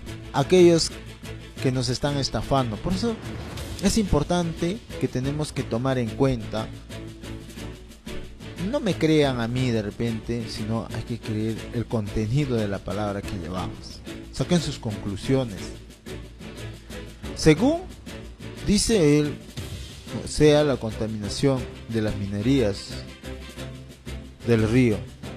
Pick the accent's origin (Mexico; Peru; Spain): Peru; Tambillo, Junín; now in San Ramón, Peru; Este río que viene de mi pueblo tan querido, añorado, Tambillo